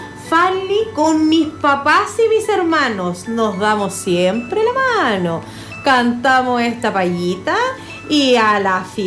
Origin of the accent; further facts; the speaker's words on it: Chile; nosotros como ciudadanos chilenos